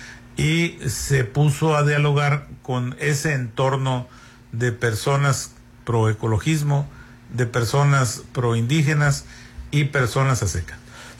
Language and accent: Spanish; Sinaloa, Mexico; Yo soy un hombre de Sinaloa que quiero mucho a mi entidad